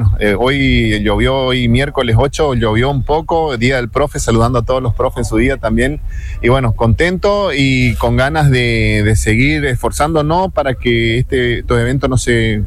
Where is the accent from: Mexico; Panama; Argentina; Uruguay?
Argentina; San Martín; Somos de San Martín